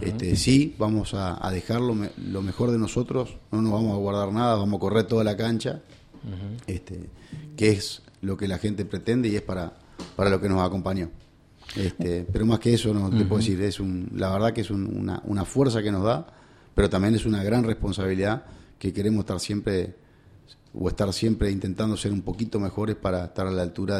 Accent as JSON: {"language": "Spanish", "region": "Salto", "country": "Uruguay", "said": "somos celosamente salteños"}